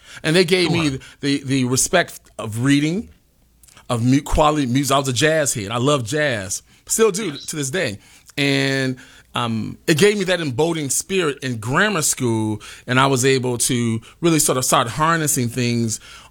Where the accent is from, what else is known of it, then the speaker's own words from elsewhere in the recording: Chicago, Illinois, United States; growing up in Cabrini Green on the near north side